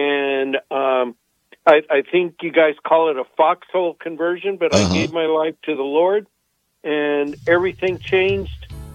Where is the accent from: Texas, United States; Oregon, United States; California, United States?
California, United States; I'm from Southern California.